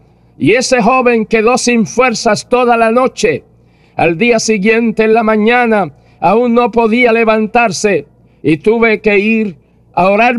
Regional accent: Puerto Rico; also born or lived in Cuba; Mi esposa y este servidor, que somos de aquí, de Puerto Rico, estuvimos como misioneros en Cuba por espacio de casi 17 años.

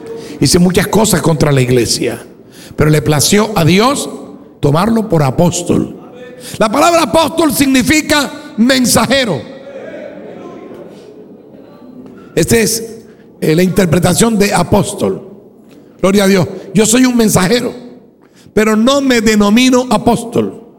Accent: Cuba; Yo estuve preso 3 años por causa de predicar el Evangelio en mi país, en Cuba.

